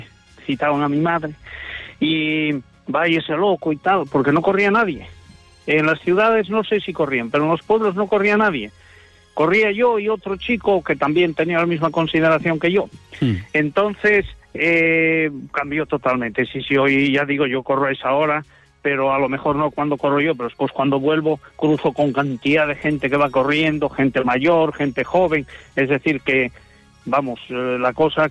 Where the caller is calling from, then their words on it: Oviedo, Asturias, Spain; Les llamo desde Oviedo, aunque ahora, bueno, estoy al lado de Oviedo, unos kilómetros de Oviedo.